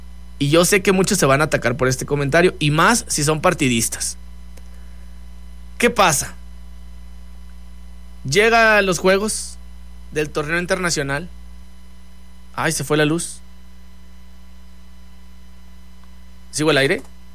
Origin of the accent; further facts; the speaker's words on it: Mexico; nuestro trabajo como mexicanos no es estar quemando más a nuestro país